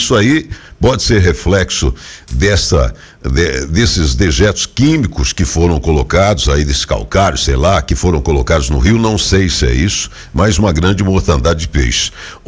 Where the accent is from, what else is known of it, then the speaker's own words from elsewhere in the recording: Brazil; born there; Meus filhos moram aqui, né? A gente tem os netos, tem uma história, nós nascemos aqui em Itacoaritinga